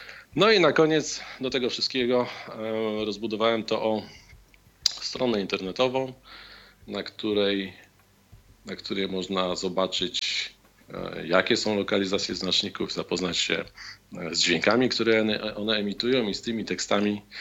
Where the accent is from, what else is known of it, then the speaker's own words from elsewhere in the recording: Warsaw, Masovian Voivodeship, Poland; nie w Warszawie, skąd jestem